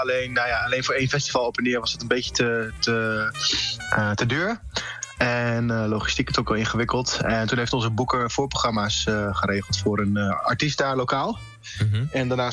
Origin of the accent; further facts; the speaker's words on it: Emmen, Drenthe, Netherlands; We komen natuurlijk zelf uit Emmen.